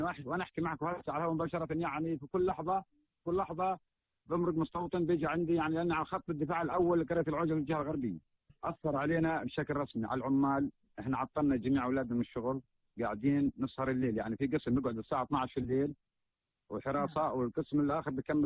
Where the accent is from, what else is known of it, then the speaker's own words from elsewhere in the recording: Palestine; بنعيش إحنا كمواطن فلسطيني على أرض